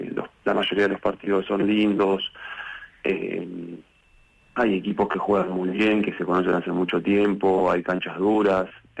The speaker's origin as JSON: {"language": "Spanish", "town": "Concepción del Uruguay", "region": "Entre Ríos", "country": "Argentina", "moved": "yes", "said": "Yo soy de Concepción del Uruguay, Entre Ríos."}